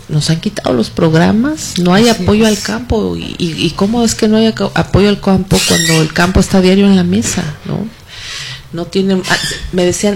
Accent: State of Mexico, Mexico; Fui presidenta municipal en una tierra mexiquense. Yo vengo del Estado de México.

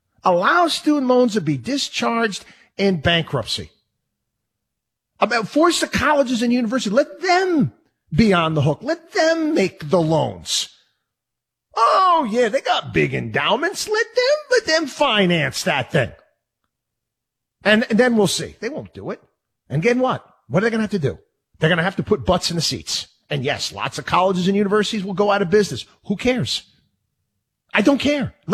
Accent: Albany, New York, United States; I grew up in Albany, New York. I couldn't wait to get the blank out of there, for crying out loud.

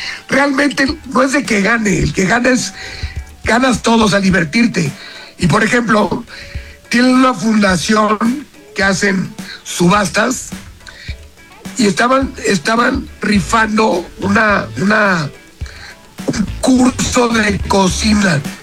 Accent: Mexico; los mexicanos, el Juca, Fercho, yo, los que más desmadre echamos, fuimos los mexicanos.

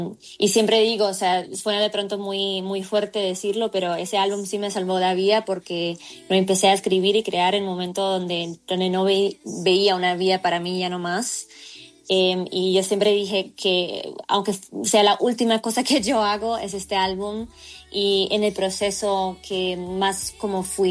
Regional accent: Colombia; also born or lived in Germany; yo soy colomba alemana, mi papá es colombiano, mi mamá alemana

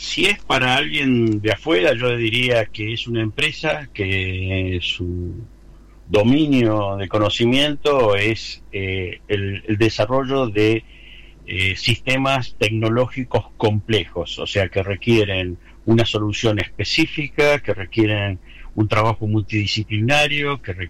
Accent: Córdoba, Argentina; also born or lived in Buenos Aires; Si bien nací en Capital Federal, pero de muy chico me vine con mi familia, con mis padres, acá a Córdoba, así que toda mi educación la hice acá, y me recibí también en la Universidad de Córdoba, en la FAMAF.

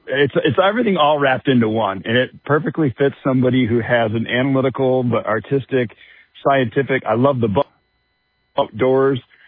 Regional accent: Grand Rapids, Michigan, United States; You know, Dad and Grandpa, growing up in West Michigan, Grand Rapids, it's just, you get that taste of it when you're 8 or 9 years old

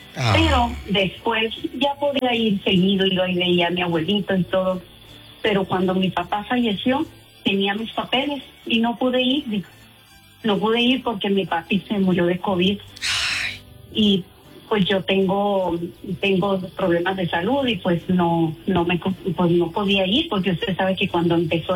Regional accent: Rubio, Chihuahua, Mexico; Yo soy de Chihuahua.

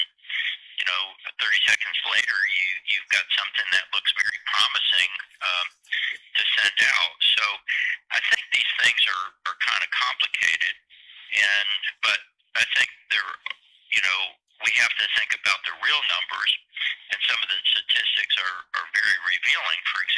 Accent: Massachusetts, United States; now in North Texas, United States; my home state of Massachusetts.

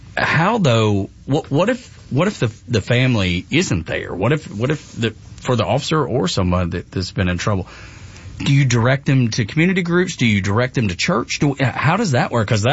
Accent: Dalton, Georgia, United States; growing up in Northwest Georgia, it was the people that owned the carpet mills. I'm from Dalton, which is carpet capital of the world

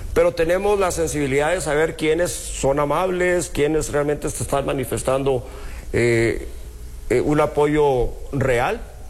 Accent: Piedras Negras, Coahuila, Mexico; yo soy de Piedras Negras, me interesa que mi ciudad esté lo mejor posible

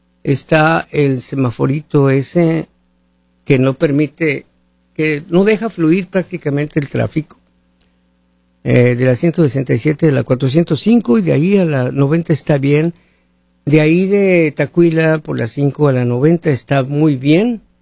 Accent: Hermosillo, Sonora, Mexico; moved away; mi tierra, Hermosillo, es una de las ciudades más calientes allá en México.

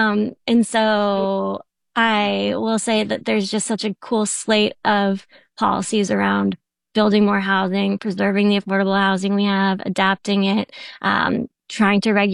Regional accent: Boston, Massachusetts, United States; also born or lived in Nashville; now in Rhode Island, United States; I am new to Rhode Island. I'm here for a couple of years. And I grew up in the Boston area. And before that, I was in Nashville.

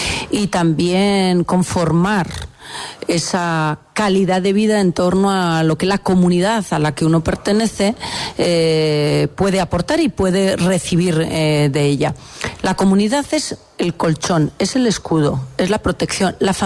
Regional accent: Navarre, Spain; moved away; me sale yo soy navarra, aunque efectivamente yo ya no vivo permanentemente en esta tierra

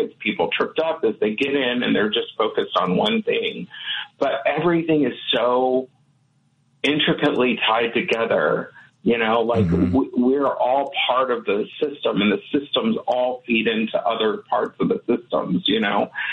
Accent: Dallas, Texas, United States; now in Madison, United States; I come from Dallas

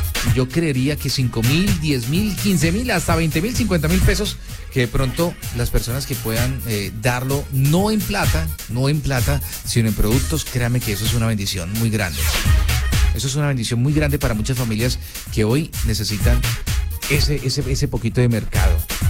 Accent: Colombia; now in Villavicencio, Colombia

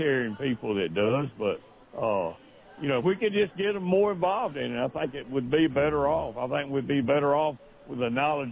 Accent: Connecticut, United States; I was lucky growing up in Connecticut County and a little farm here.

